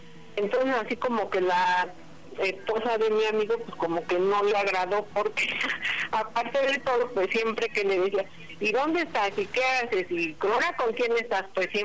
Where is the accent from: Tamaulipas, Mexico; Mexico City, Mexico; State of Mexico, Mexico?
State of Mexico, Mexico; Atenco; Tengo 42 años y soy de Atenco, Estado de México.